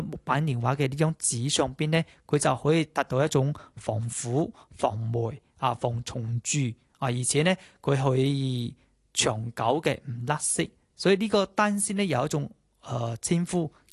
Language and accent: Cantonese; Foshan, Guangdong, China; 其实咧系可容易反馈到我哋广府人对呢种金属嘅一种喜爱嘅